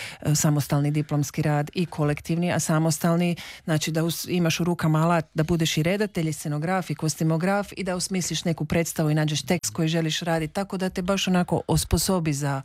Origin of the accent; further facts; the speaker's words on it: Rijeka, Primorje-Gorski Kotar County, Croatia; sa Anastazijom Balaš, koja mi je poslije, i koja je isto Riječanka, i poslije smo se zajedno zaposlile u kazalištu.